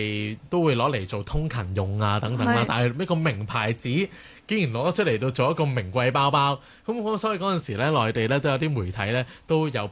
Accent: Hong Kong; 我哋香港人

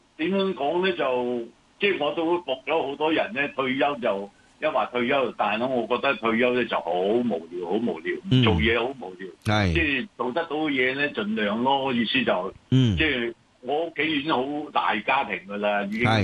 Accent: Hong Kong; 香港土生土长，而家都75岁。

